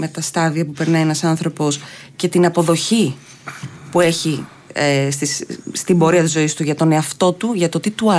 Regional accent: Greece; also born or lived in Belgium; Αρχικά να πω ότι εγώ έχω μεγαλώσει εδώ. Γεννήθηκα στο Βέλγιο, η μητέρα μου στη Θεσσαλονίκη και τα λοιπά.

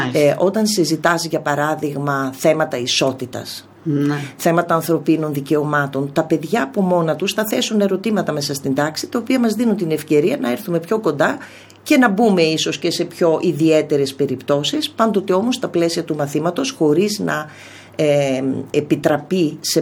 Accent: Servia, Western Macedonia, Greece; Εγώ όταν έκανα την πρώτη παρουσίαση στα Σέρβια, για να καταλάβετε, έγινε το αδιαχώρητο. Το διαχώρητο. Με τίμησαν πάρα πολύ οι συμπατριώτες μου

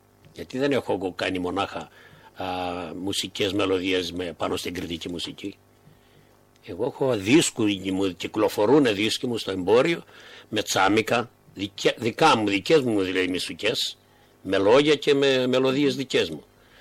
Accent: Greece; moved away; η αγάπη για τον τόπο μου με έκαμε να γυρίσω πίσω, να έρθω στον τόπο μου ξανά.

